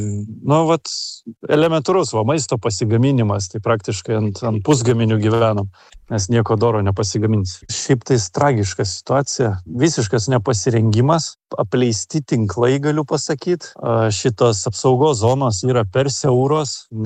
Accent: Jurkoniai, Kaunas County, Lithuania; esu iš Jonavos rajono Jurkonių kaimo.

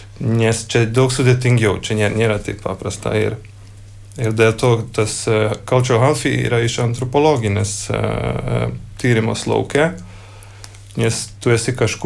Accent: Budapest, Hungary; Lithuanian is a second language; now in Lithuania; aš gimau Vengrijoje, Budapešte, ir mano protėviai iš dabar šiandieninė Slovakijoje gyvena, ir Rumunija

